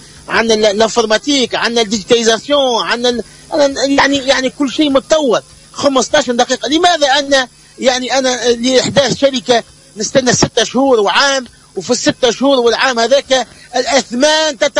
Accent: Tunisia; moved away; انا تونسي، انا عندي بطاقه تعريف التونسيه.

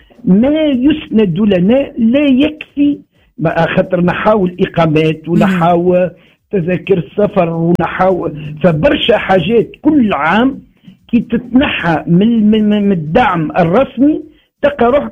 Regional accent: Tunisia

